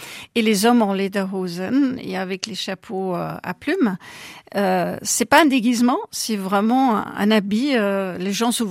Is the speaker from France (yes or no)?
no; Bavaria, Germany; Alors, moi, je suis de la Bavière. Je suis née dans une petite bourgade à 15 km de Munich, donc très bavarois, évidemment.